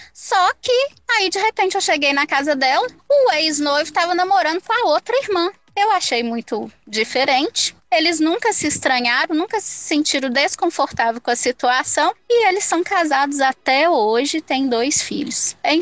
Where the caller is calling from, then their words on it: Belo Horizonte, Minas Gerais, Brazil; falo de Belo Horizonte, tenho 43 anos.